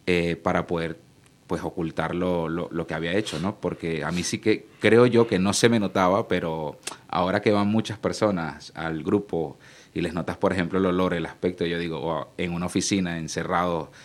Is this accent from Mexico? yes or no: no; Venezuela; now in Spain; mi familia se había recién venido a España, yo soy de Venezuela, se había recién venido a España